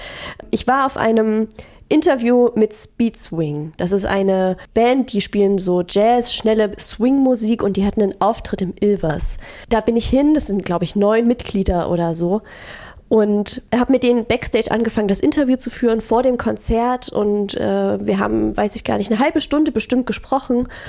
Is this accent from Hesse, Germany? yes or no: no; Crimmitschau, Saxony, Germany; Ich bin aus Krimmitschau hergezogen. Ich kannte hier jemanden.